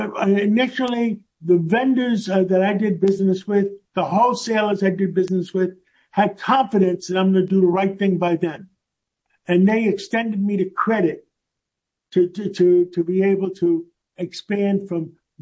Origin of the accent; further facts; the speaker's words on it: New York, United States; I grew up in Harlem on 135th Street, and between Broadway and Amsterdam Avenue by City College, by Lewiston Stadium up there, I went to PS 192, 137th Street, and in those days, we walked through Harlem all the time.